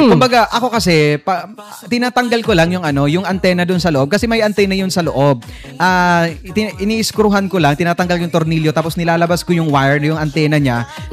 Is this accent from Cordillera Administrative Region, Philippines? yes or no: no; Catarman, Eastern Visayas, Philippines; ako taga Katarma.